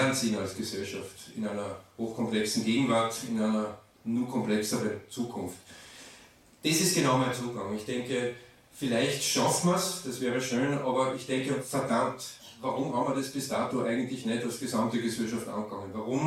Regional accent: Eigenschlägl, Upper Austria, Austria; Es ist allein in dem Raum Oberösterreich einfach schlichtweg so, dass dort, wo ich herkomme aus Eigenschlägel, Nebenerwerbsbauern sind

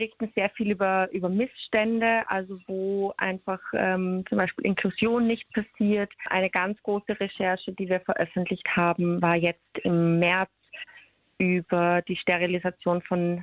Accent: Vienna, Austria; Ich bin 32 Jahre, komme aus Wien, wie man vielleicht an meinem Akzent erkennen kann.

